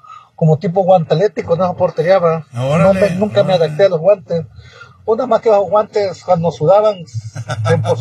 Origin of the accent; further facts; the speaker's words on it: Oaxaca, Mexico; moved away; allá en mi lindo Oaxaca, en mi pueblo